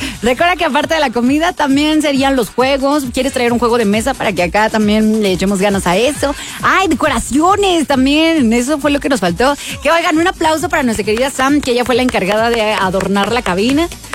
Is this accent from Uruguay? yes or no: no; Mexico; porque somos mexicanos, y hoy lo hacemos por nuestra nación